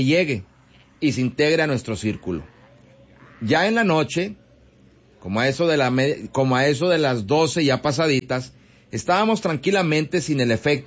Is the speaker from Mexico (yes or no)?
yes; Nava, Coahuila, Mexico; Te comento, soy de Nava, de una colonia llamada Bosque.